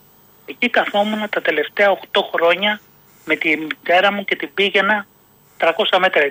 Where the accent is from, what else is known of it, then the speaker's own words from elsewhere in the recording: Kallithea, Attica, Greece; moved away as an adult; also born or lived in Egaleo / Nea Smyrni / Ilion; now in Mandra, Greece; Εκεί πέρασα τα παιδικά μου χρόνια. 2 ετών έφυγα από το Εγάλεο. Έζησα στην Καλλιθέα μέχρι και τα. Έζησα συνολικά 33 χρόνια.